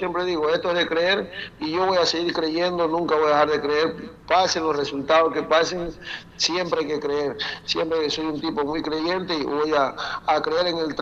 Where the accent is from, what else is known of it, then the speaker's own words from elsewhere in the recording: Ecuador; Pero también uno como ecuatoriano, de estar en su país, también uno siempre quiere ir abriendo puertas